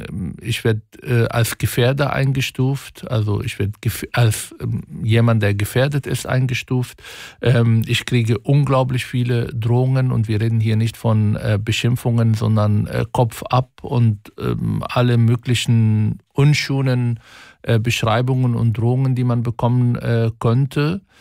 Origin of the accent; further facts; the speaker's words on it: Palestine; Das Einfachste für mich als Palästinenser wäre, nach dem 7. Oktober mit den Pro-Palästinenser in Neukölln auf der Straße zu gehen.